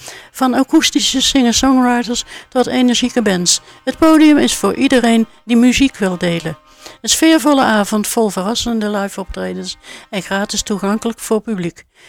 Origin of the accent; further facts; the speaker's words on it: southern Netherlands, Netherlands; accent: soft G; Nee, natuurlijk niet. Ik hou me mijn zachte G.